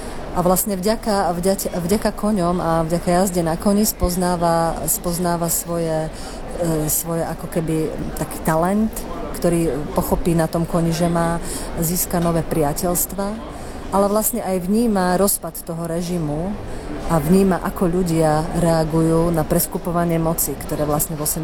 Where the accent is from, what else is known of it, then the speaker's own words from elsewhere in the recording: Košice, Košice Region, Slovakia; ja teda pochádzam zo starej košickej rodiny